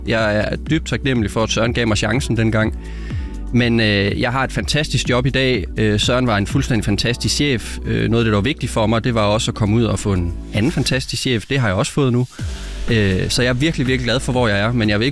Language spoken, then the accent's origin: Danish; Viborg, Central Denmark Region, Denmark; det er også derfor, jeg holder fast i, at jeg er viborgenser.